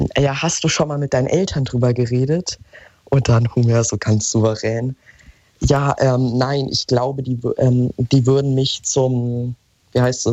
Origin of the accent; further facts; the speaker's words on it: Germany; als Deutscher